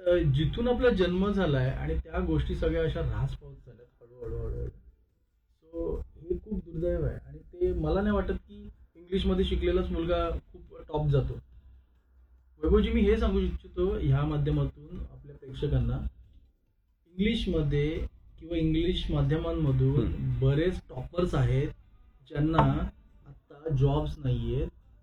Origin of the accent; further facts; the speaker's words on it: Maharashtra, India; accent: Agri; मी आगरी आहे, माझा जर एखादा मित्र आगरी भेटला तर मी त्याच्याशी आगरीमध्ये बोलायलाच पाहिजे